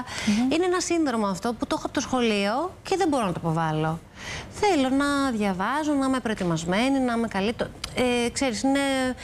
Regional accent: Athens, Attica, Greece; Εγώ γεννήθηκα στην Αθήνα και μεγάλωσα στην Αθήνα.

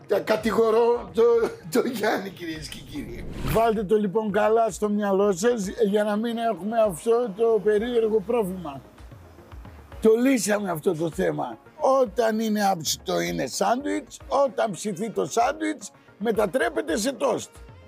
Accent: Thessaloniki, Central Macedonia, Greece; now in Athens, Greece; εγώ είμαι από τη Θεσσαλονίκη

